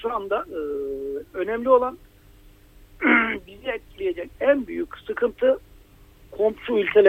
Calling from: Fatsa, Ordu, Turkey; Fatsa'dan arıyorum efendim.

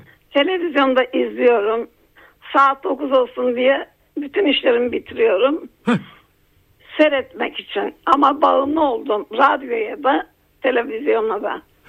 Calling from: Balıkesir, Turkey; Balıkesir'den arıyorum.

